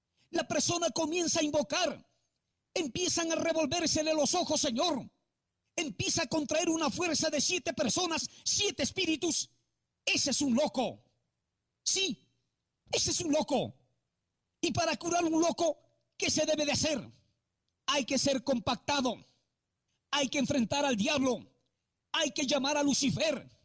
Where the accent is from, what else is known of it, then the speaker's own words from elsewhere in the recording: Penachí, Lambayeque, Peru; soy de Salas Penachí.